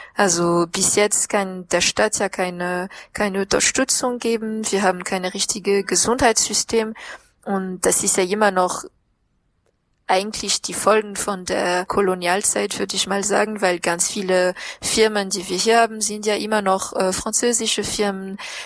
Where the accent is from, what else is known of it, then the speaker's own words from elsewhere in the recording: southeast, Madagascar; Ich komme, wie gesagt, aus dem Südosten und das ist die Nachbarregion von der Region Anjou, heißt es.